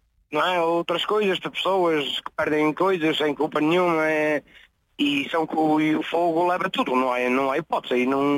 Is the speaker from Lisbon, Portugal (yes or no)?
no; Cheires, Vila Real, Portugal; A minha formação inicial e a minha carreira inicial foi na minha aldeia, nos bombeiros voluntários de Cheires.